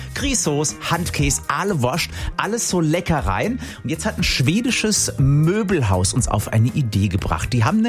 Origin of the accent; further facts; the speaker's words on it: Hesse, Germany; Und was die Schweden können, das können wir Hessen erst recht.